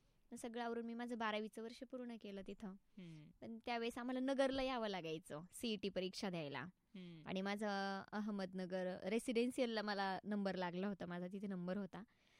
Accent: Maharashtra, India; born there; माझ्या एक आत्या राहत होत्या पारनेरमध्येच, मी त्यांच्याकडे राहिली.

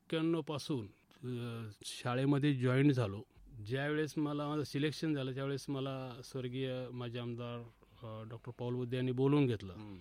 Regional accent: Pimpalgaon Malvi, Maharashtra, India; moved away as an adult; माझं गाव पिंपळाव माळवी 18 पगड जाती

